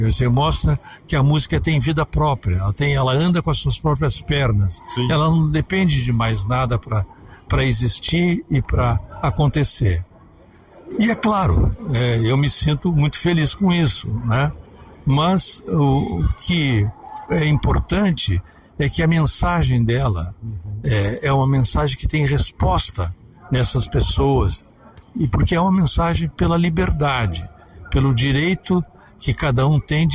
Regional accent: Porto Alegre, Rio Grande do Sul, Brazil; moved away as an adult; also born or lived in Brasília; da minha cidade, da cidade onde eu nasci, onde eu me criei

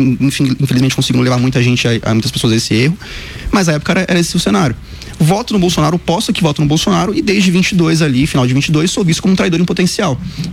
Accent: São Paulo, Brazil; Eu sou de São Paulo mesmo, nasci em São Paulo. Cresci toda a vida aqui no centro, na Santa Cecília.

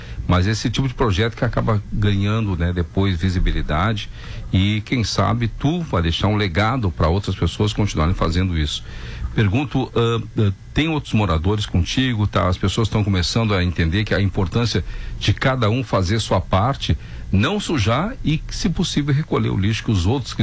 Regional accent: Cidreira, Rio Grande do Sul, Brazil; me criei em Cidreira

